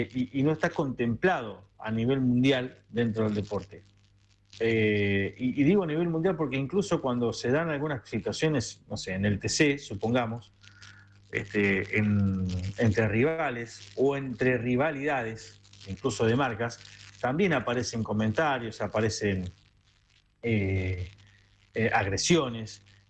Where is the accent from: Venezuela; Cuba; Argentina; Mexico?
Argentina; Sabemos que somos así los argentinos, ¿no?